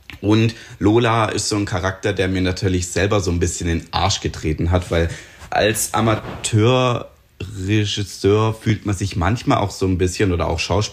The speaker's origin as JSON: {"language": "German", "town": "Triberg", "region": "Baden-Württemberg", "country": "Germany", "tie": "born or raised there", "said": "konnte erste Erfahrungen sammeln bei den Schwarzwalder Musicals in Triberg, in meiner Heimatstadt"}